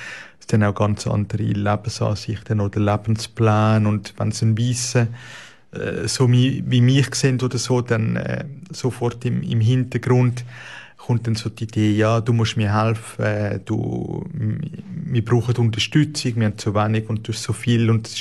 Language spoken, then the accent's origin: German; Switzerland; wo eigentlich wie bei uns in der Schweiz nicht gross zu unterscheiden, wo sehr ähnlich ist.